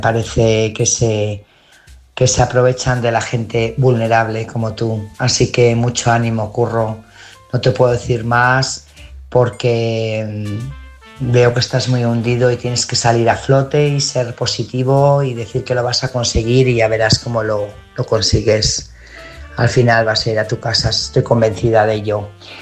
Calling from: Burgos, Castile and León, Spain; Buenas noches … corresponsal de Burgos.

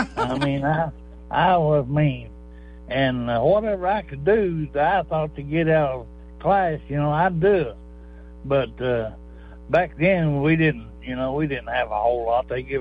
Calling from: Louisa, Kentucky, United States

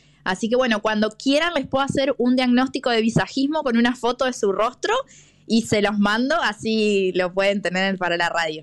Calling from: Paraná, Entre Ríos, Argentina; de Paraná

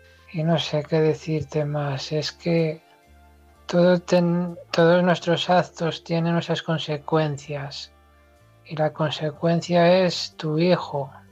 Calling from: Asturias, Spain; desde Asturias.

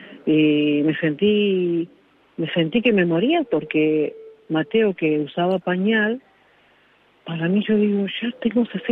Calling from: Pilar, Buenos Aires Province, Argentina; soy de Pilar.

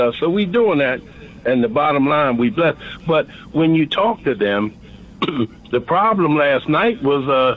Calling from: Philadelphia, Pennsylvania, United States; No, I think … from Philadelphia.

